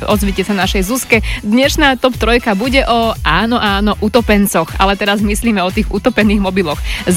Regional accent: Nitra, Nitra Region, Slovakia; ako sa hovorí u nás v Nitre.

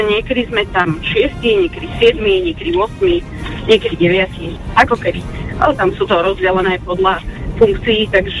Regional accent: eastern Slovakia, Slovakia; Východná Slovenska.

